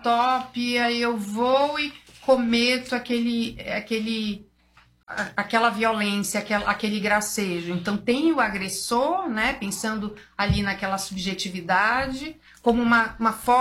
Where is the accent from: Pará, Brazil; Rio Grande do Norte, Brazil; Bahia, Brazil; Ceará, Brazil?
Pará, Brazil; Belém; moved away as an adult; now in São Paulo, Brazil; sou de Belém do Pará, estou aqui há muitos anos, me formei.